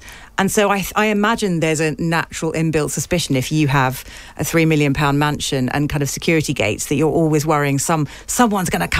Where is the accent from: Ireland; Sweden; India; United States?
Ireland; Don't hit me, I'm Irish.